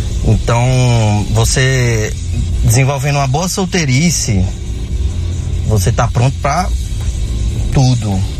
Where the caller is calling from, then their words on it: Recife, Pernambuco, Brazil; Eu falo do Recife